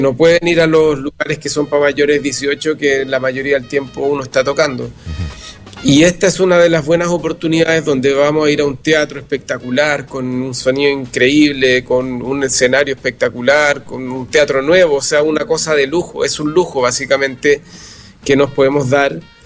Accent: Chile; Somos representantes de Chile en Rock al Parque

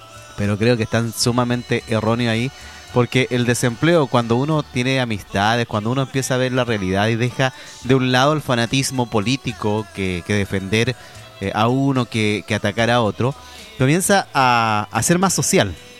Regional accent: Melipilla, Santiago Metropolitan Region, Chile; born there; also born or lived in El Monte / San Antonio; en mi comuna donde nací, Melipilla, acá en San Antonio, donde mi padre también tiene sus padrinos, en la comuna del Monte donde vivía antiguamente, toda la zona del Maipo

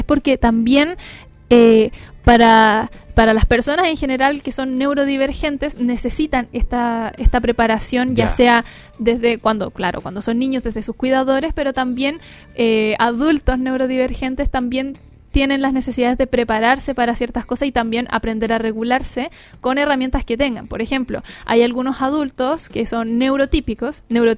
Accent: Chile; como somos los chilenos

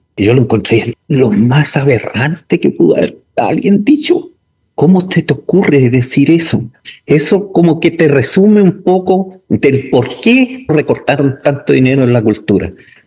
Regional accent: Chile; yo soy chileno.

